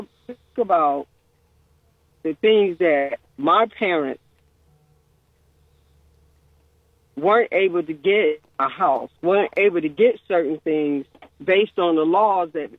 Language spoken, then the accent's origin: English; Florida, United States; now in Akron, United States; I was born and raised in Florida.